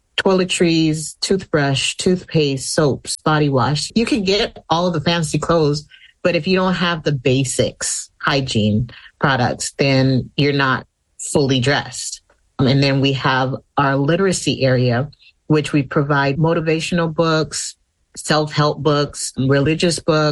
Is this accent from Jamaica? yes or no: yes; Jamaica; now in San Diego, United States; I am originally from Jamaica, growing up on a beautiful island with humble beginnings.